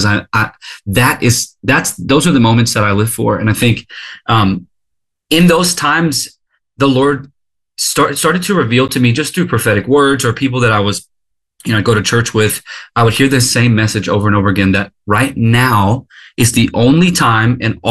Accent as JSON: {"language": "English", "region": "Texas", "country": "United States", "tie": "born or raised there", "said": "I grew up in Texas."}